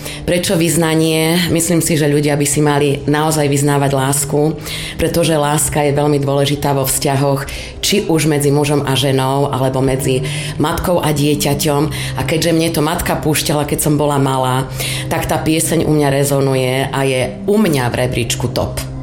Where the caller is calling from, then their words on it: Martin, Žilina Region, Slovakia; Dobré ráno … som z Martina